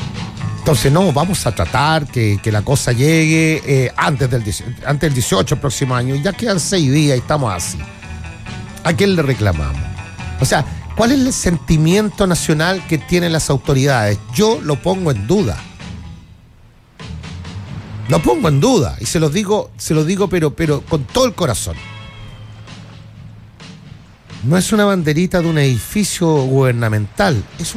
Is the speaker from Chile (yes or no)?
yes; Chile; el orgullo que uno siente como chileno